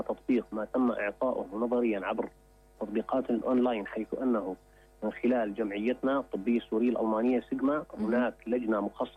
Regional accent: Syria; now in Germany; بلدنا سوريا

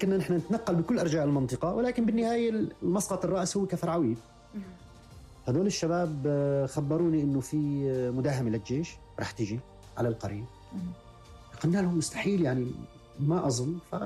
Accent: Syria; استشهدوا في مجزرة شهيرة اسمها مجزرة بودمايا في قريتنا.

